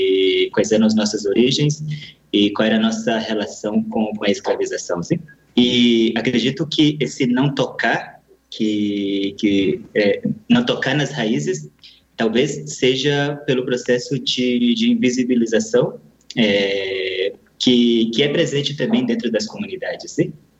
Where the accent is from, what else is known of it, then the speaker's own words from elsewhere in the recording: Minas Novas, Minas Gerais, Brazil; moved away as an adult; now in Cali, Colombia; E eu nasci nessa região, na região de Minas Novas, em uma comunidade que se chama Cansanção, sim? E moro agora na cidade de Cali